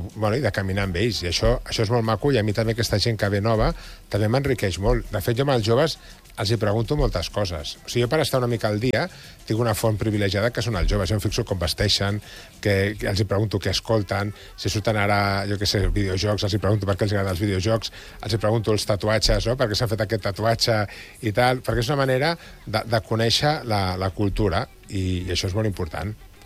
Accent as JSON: {"language": "Catalan", "town": "L'Hospitalet de Llobregat", "region": "Catalonia", "country": "Spain", "said": "Jo soc d'Hospitalet, no? Ja l'hi deia abans a la Carme, no? I un punt flamenquillo d'Hospitalet també el porto."}